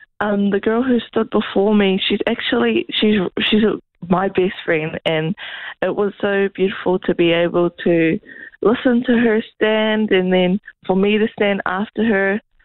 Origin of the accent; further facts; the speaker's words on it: Kaikohe, Northland, New Zealand; she tragically lost her life in my hometown